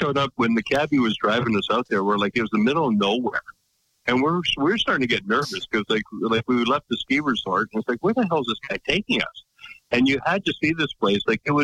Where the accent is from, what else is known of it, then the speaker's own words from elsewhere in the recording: Guelph, Ontario, Canada; I grew up in Guelph, and then somehow, like I went to Mohawk College down near Hamilton.